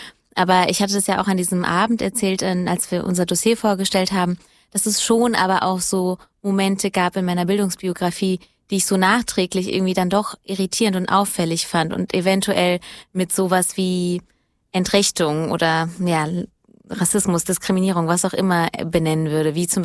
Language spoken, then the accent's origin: German; Hesse, Germany; Genau, ich bin halt in der Nähe von Frankfurt groß geworden.